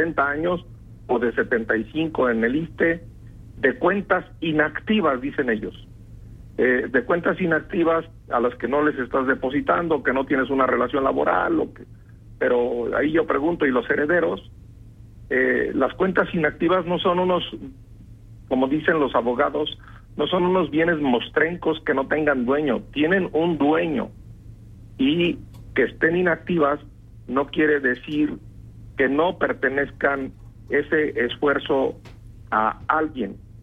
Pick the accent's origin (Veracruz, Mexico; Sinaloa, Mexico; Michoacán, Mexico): Michoacán, Mexico; En mi tierra, acá en Michoacán